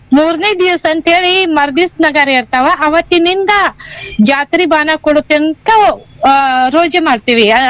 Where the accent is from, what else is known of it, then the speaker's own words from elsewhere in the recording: Tikota, Karnataka, India; ವಿಜಯಪುರ ಜಿಲ್ಲೆ ತಿಕೋಟ ಅಂತ ನಮ್ಮೂರು, ಅದಕ್ಕಿಂತ ಮುಂಚೆ ಔರ್ ಸಂಘ ಅಂತ ಕರಿತಿದ್ರು.